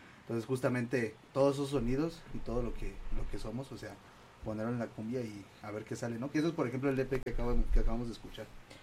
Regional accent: Mexico City, Mexico; nosotros dos somos de San Juan

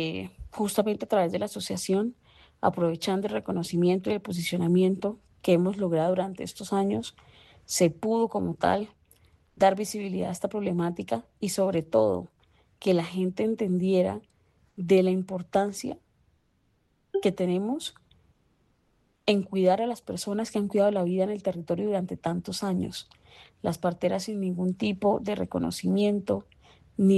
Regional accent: Colombia

